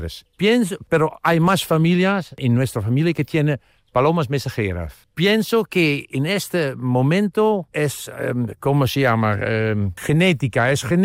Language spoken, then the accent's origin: Spanish; Netherlands; Spanish is a second language; Hola, soy de Holanda.